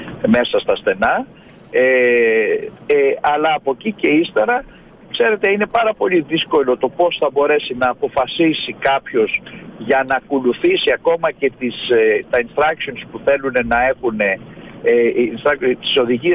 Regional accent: Greece; εμείς ως Έλληνες

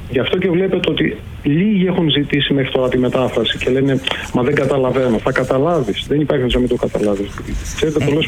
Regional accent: Tripoli, Peloponnese, Greece; στη Τρίπολη, που είναι η πατρίδα μου

